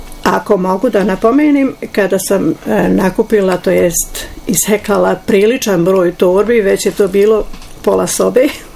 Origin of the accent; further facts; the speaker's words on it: Lukajevica, Republika Srpska, Bosnia & Herzegovina; born there; now in Tuzla, Bosnia and Herzegovina; Ja sam rođena u Lukajevici, udata u Lukajevici, živim u Tuzli.